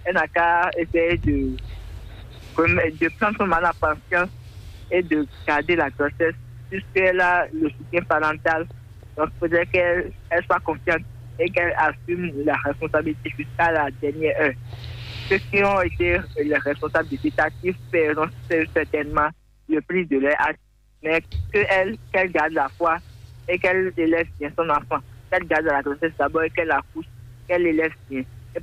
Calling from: Goma, North Kivu, DR Congo; Oui, je suis à Goma.

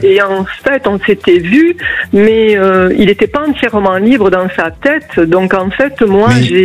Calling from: Toulouse, Occitanie, France; De Toulouse.

